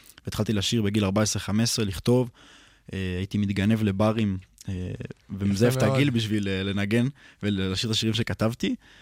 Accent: Hod HaSharon, Central District, Israel; בן 22 מהוד השרון.

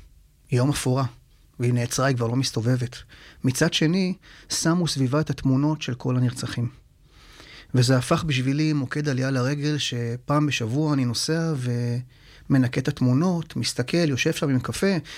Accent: Central Israel, Israel; moved away as an adult; now in Dimona, Israel; אני היום גר בדימונה, אבל גדלתי באזור המרכז

